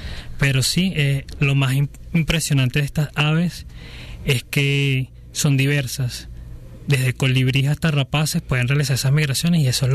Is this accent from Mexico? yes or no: no; Barquisimeto, Lara, Venezuela; inicialmente yo vengo de Barquisimeto